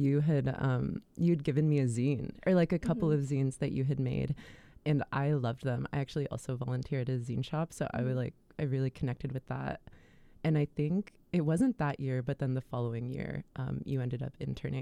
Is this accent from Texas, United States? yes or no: no; Leavenworth, Kansas, United States; moved away; I grew up in Leavenworth, Kansas, mm-hmm. Which is like northeast corner of Kansas.